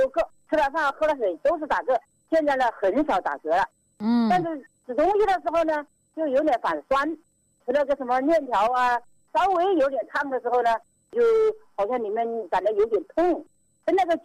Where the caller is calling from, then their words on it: Shayang, Hubei, China; 我是沙阳的啦。